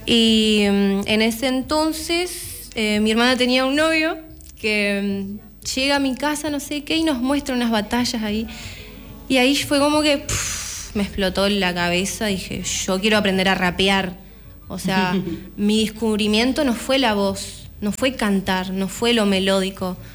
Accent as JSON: {"language": "Spanish", "town": "Mar del Plata", "region": "Buenos Aires Province", "country": "Argentina", "tie": "born there", "lives_now": "Concordia, Argentina", "said": "Yo no nací acá. Yo nací en Mar del Plata."}